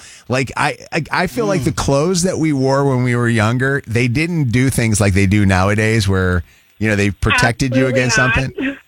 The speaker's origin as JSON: {"language": "English", "town": "Chicago", "region": "Illinois", "country": "United States", "tie": "born or raised there", "said": "I grew up in Chicago"}